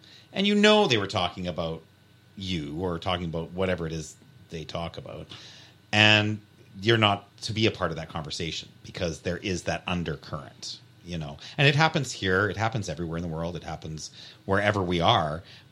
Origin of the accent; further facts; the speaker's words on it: Alberta, Canada; moved away as an adult; now in Vancouver, Canada; I'm from Alberta, so I only have that frame of reference. I never hit Vancouver until I was in my 40s.